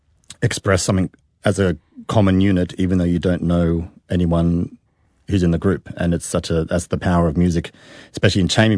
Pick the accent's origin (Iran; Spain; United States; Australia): Australia; accent: Australian; after a few beers, I still then kind of pick up my Australian accent agai